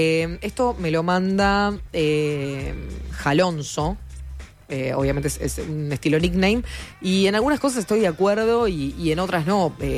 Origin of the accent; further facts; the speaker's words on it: Montevideo, Uruguay; En cordón norte de donde soy, se sigue usando